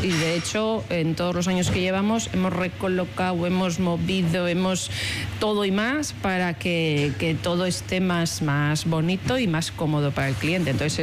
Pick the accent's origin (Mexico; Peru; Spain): Spain; Alicante, Valencian Community; born there; Sí, es un apellido un poco raro, pero yo es que no nací aquí. Yo nací en Alicante, entonces ese apellido es valenciano.